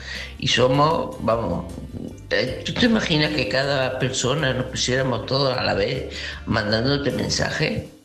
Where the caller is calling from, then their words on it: Tarragona, Catalonia, Spain; de Tarragona.